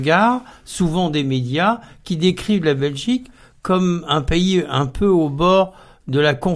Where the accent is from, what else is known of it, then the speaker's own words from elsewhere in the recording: Carcassonne, Occitanie, France; Bon, vous savez que je suis originaire du Midi, mais mon premier poste a été à Revins.